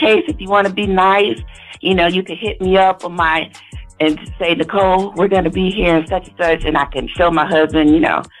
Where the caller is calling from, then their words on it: Caseyville, Illinois, United States; I'm calling from Caseyville.